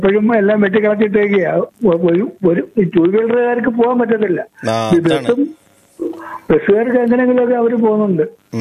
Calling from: Marathadi, Kerala, India; ഞാൻ മരത്തടിയിൽ നിന്നാണ് വിളിക്കുന്നത്.

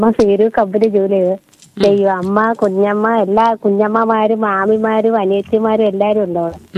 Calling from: Kerala, India; ഞാൻ പേരൂന്ന് വിളിക്കുന്നു.

